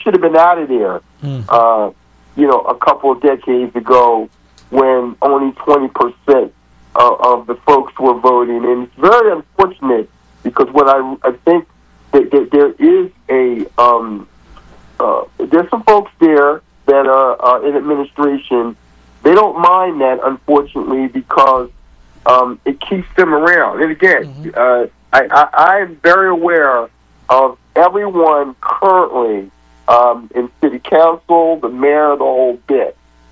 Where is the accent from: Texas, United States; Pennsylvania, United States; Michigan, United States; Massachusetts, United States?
Pennsylvania, United States; Philadelphia; moved away as an adult; now in Columbus, United States; I'm actually from Philly, though.